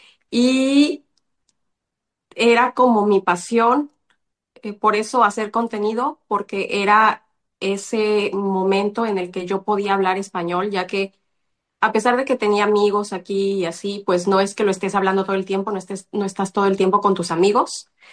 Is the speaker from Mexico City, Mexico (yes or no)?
no; Puebla, Mexico; moved away as an adult; now in Denmark; Somos de Puebla.